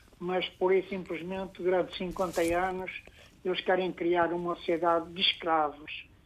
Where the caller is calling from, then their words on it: Porto, Norte, Portugal; Estou a falar do Porto.